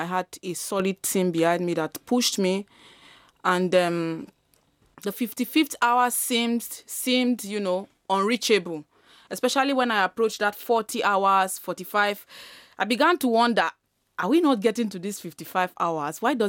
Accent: Nigeria; now in Vienna, Austria; I'm African, I'm Nigerian, and I'm living here in Vienna.

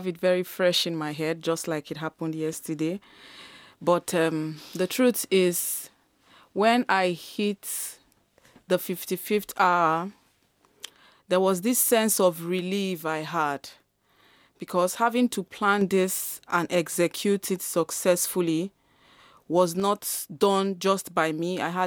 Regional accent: Nigeria; now in Vienna, Austria; I'm African, I'm Nigerian, and I'm living here in Vienna.

